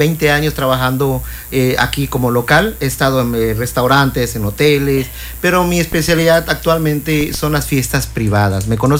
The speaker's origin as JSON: {"language": "Spanish", "region": "Yucatán", "country": "Mexico", "moved": "yes", "lives_now": "Cancún, Mexico", "said": "es un apellido yucateco que realmente en maya es Ek. Yo soy orgullosamente de Yucatán"}